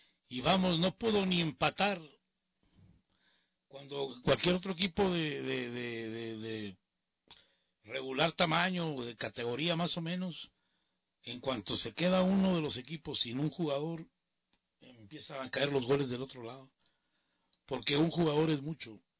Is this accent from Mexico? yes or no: yes; Mexico; Yo quiero mucho a mi país, claro, soy mexicano